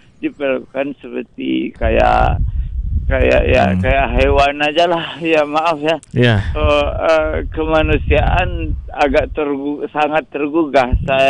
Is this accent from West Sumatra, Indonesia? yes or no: yes; Padang, West Sumatra, Indonesia; Dan saya di waktu itu di tempat perawatan yang cukup ternama di kota saya itu di Padang ya.